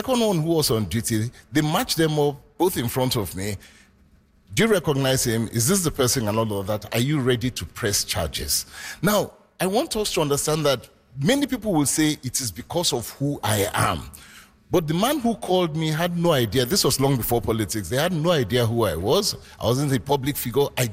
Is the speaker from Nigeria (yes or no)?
yes; Nigeria; I have opened offices in many countries as a Nigerian speaking to the Nigerian narrative